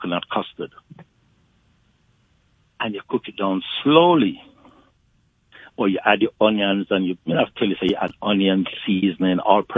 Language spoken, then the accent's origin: English; Kingston, Jamaica; I'm not a countryman. I'm from Kingston. I live in the country at times, you know, with family members, my auntie and grandfather and all that thing there. But I'm not from the country.